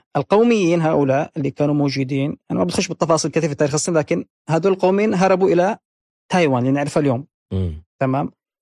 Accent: Yemen; إحنا عندنا في اليمن

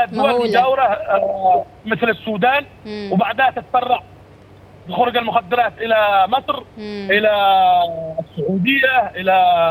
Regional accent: Aden, Yemen

